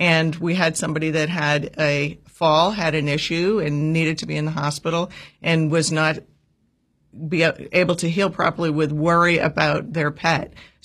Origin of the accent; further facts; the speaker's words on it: Massachusetts, United States; moved away as an adult; now in North Carolina, United States; I'm from Massachusetts.